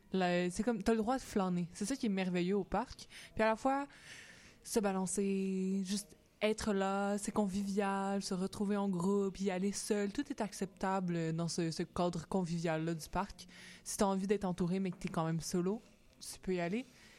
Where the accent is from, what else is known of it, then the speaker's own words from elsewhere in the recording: Montreal, Quebec, Canada; C'est comme première chose qui me vient en tant que Montréalaise, c'est les pique-niques au parc.